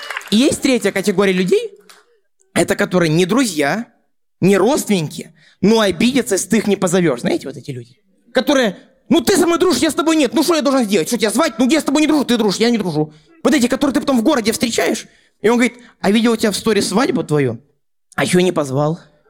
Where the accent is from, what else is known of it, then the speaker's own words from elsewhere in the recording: Armenia; Как свадьба, так мы армяне, 300 человек из ниоткуда